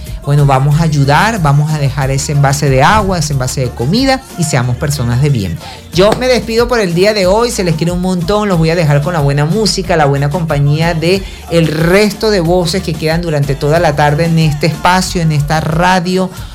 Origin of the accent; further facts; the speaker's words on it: Venezuela; somos venezolanos de bien, somos gente luchadora, gente buena